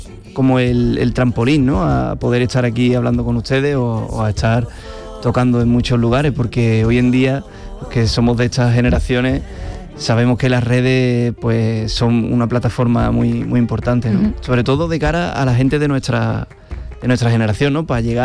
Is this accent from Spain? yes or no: yes; Utrera, Andalusia, Spain; Hombre, yo cuando toco en Utrera, en mi tierra, pues estoy a gusto